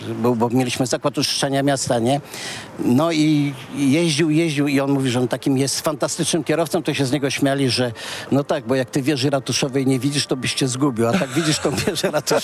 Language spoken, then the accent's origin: Polish; Gryfów Śląski, Lower Silesian Voivodeship, Poland; urodziłem się w Gryfowie Śląskim na porodówce